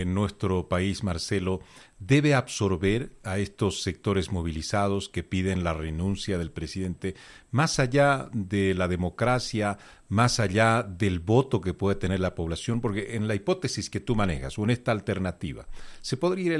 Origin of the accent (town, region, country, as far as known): Bolivia